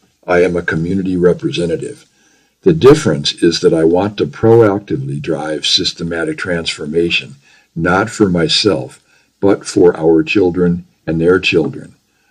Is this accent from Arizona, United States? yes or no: yes; Phoenix, Arizona, United States; now in Flagstaff, United States; Growing up in Phoenix in the 1970s, my neighborhood was strip malls and restaurants. It lacked a sense of community and place.